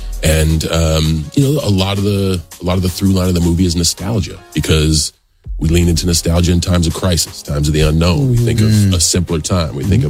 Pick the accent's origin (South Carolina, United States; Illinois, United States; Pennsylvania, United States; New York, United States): South Carolina, United States; Moncks Corner; also born or lived in Charleston / Columbia; I'm from Monk's Corner, South Carolina.